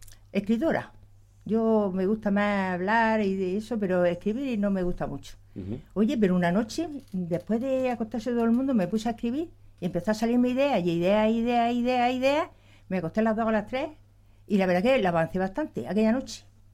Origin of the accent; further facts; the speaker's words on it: Lorca, Region of Murcia, Spain; Nací en Lorca, pero vamos, prácticamente en el Río, porque enseguida nos vinimos para acá. Entonces, mi vida ha sido en el Río, sí, prácticamente.